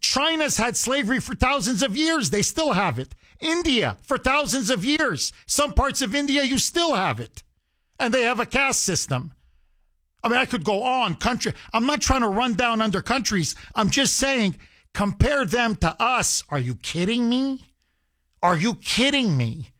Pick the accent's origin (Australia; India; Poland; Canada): Canada; now in United States; I was then still in Canada, right? I was born and raised in Canada before I came here years ago.